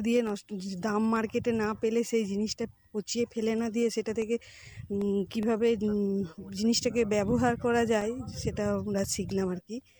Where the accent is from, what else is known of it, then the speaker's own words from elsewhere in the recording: Itachuna, West Bengal, India; আমি খন্নান ইটাচুনা থেকে আসছি, পান্ডা ব্লক।